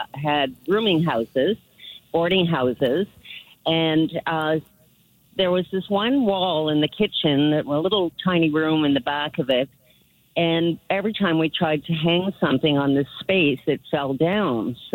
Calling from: Charlottetown, Prince Edward Island, Canada; I live in the original neighborhood of Charlottetown, the original bank where the customs building is, the original fire hall.

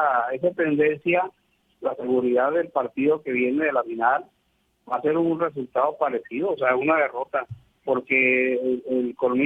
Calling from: General Escobedo, Nuevo León, Mexico; De acá, de Escobedo, Nuevo León.

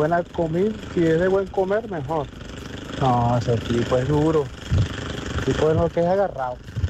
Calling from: Venezuela; Yo soy venezolano

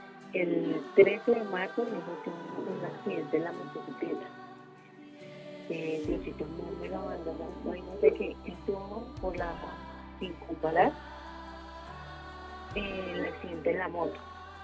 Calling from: La Calera, Colombia; Por La Calera.

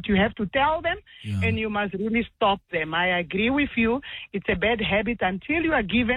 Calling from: Pretoria, Gauteng, South Africa; I'm calling from Pretoria.

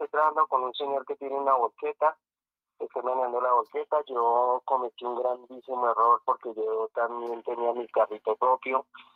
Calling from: Villeta, Cundinamarca, Colombia; Aquí de Villeta, Cundinamarca.

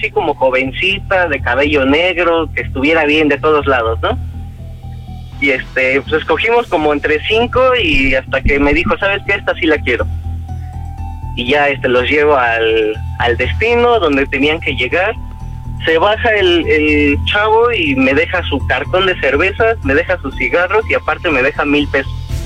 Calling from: Mexico City, Mexico; De aquí, de la Ciudad de México.

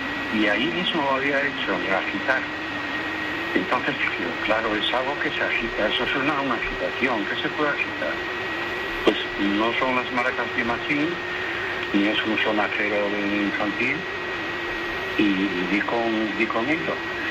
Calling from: Asturias, Spain; Desde Asturias.

